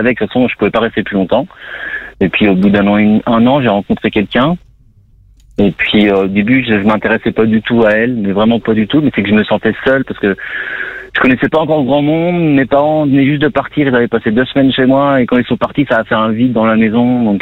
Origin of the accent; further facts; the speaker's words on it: France; Moi, je suis français. Moi, je suis français et je suis venu faire un visa voyage-vacances ici, enfin travail-vacances.